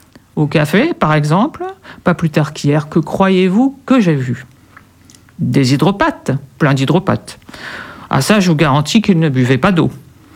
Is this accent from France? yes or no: yes; Hauts-de-France, France; Enfin, je suis ch'ti, attention.